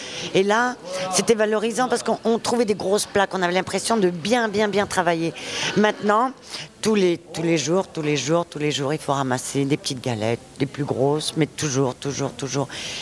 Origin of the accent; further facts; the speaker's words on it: Spain; now in France; Ça fait 40 ans que je suis en France. Je suis toujours espagnole.